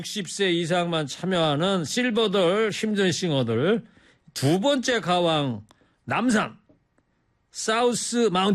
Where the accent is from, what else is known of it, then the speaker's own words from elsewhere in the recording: Anseong, Gyeonggi Province, South Korea; 저의 제 고향 집이 그 금광저수지 옆에요.